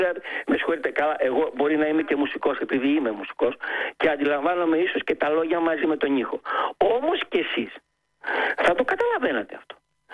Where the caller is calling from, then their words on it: Greece; εγώ σαν Έλληνας